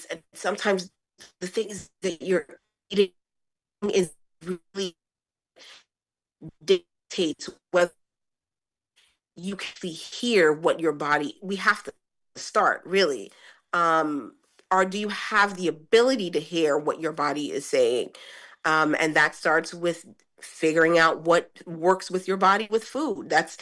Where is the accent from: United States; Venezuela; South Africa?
United States; Brooklyn, New York; moved away as an adult; now in New Jersey, United States; I'm in New Jersey, but I am from Brooklyn. I'm a New Yorker. And I moved into New Jersey after COVID, actually.